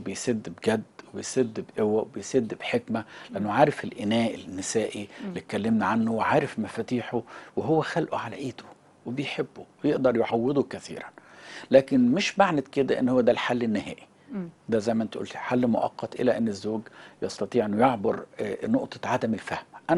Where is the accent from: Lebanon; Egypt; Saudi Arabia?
Egypt; Upper Egypt; أنا صعيدي، أنا أبا عن جد صعيدي،